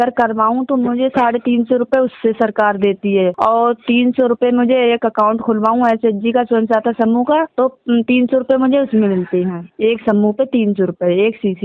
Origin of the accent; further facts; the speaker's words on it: Bareilly district, Uttar Pradesh, India; मैं ग्राम सरकड़ा की रहने वाली हूँ, मेरी तहसील है फरीदपुर और जिला बरेली ब्लॉक फरीदपुर